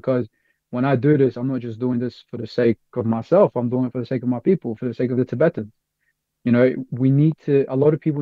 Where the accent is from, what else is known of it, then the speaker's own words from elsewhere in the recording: Xinjiang, China; moved away; I'm from East Turkestan